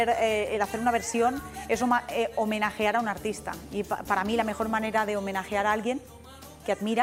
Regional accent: Esparreguera, Catalonia, Spain; also born or lived in Barcelona; Yo soy esparraguera, pero yo nací en Barcelona.

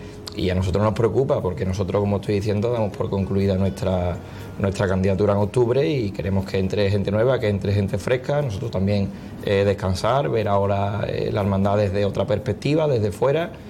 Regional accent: Gelves, Andalusia, Spain

